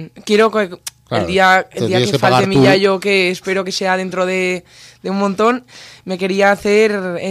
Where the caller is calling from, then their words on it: Nuez de Ebro, Aragon, Spain; Yo soy de Nuez de Ebro, de un pueblo